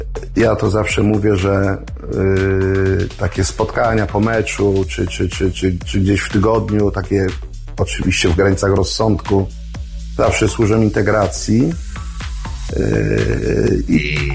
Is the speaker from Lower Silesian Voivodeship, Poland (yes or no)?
yes; Gryfów Śląski, Lower Silesian Voivodeship, Poland; born there; also born or lived in Mirsk; now in Wrocław, Poland; ja się urodziłem w Gryfowie Śląskim, bo ja nie jestem z Wrocławia, naprzeciwko stadionu. W Mirsku mieszkałem na Dolnym Śląsku, w innej miejscowości, naprzeciwko stadionu.